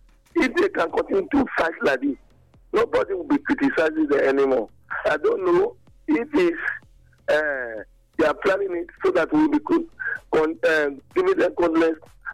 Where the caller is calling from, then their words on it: Nigeria; I'm calling from Igbo Okoro this morning.